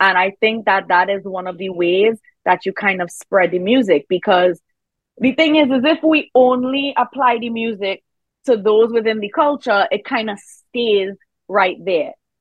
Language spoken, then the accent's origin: English; Trinidad & Tobago; And I say, oh, I'm from Trinidad and Tobago. Do you know where that is?